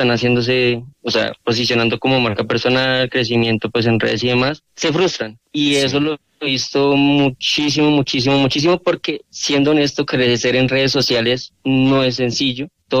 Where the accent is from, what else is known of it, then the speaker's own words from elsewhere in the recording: Colombia; aquí siendo colombiano